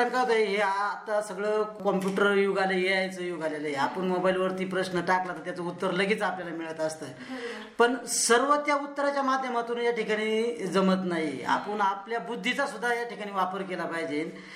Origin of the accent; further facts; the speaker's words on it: Karandi, Maharashtra, India; आमच्या करंदी ग्रामस्थांना